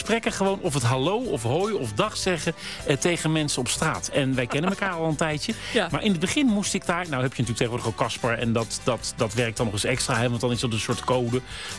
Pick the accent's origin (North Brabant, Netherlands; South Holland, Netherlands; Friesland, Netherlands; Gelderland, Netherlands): South Holland, Netherlands; The Hague; Ik kom dan natuurlijk uit Den Haag.